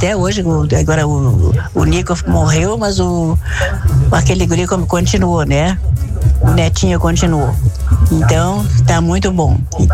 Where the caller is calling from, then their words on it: Alegrete, Rio Grande do Sul, Brazil; eu, como gaúcha, não, e também alegretense